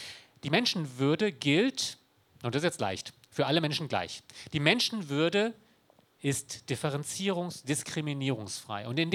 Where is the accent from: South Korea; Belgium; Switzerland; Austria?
South Korea; now in Germany; Ich bin Deutscher, ich war mal Koreaner, ich bin deutscher Staatsbürger, keine Doppelstaatsbürgerschaft gibt es, da gab es da zu meiner Zeit nicht.